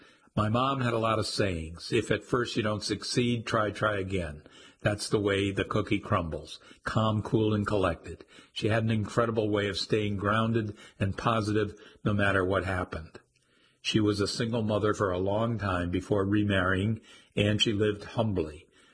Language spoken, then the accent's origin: English; the South, United States; something relatable from growing up in the South.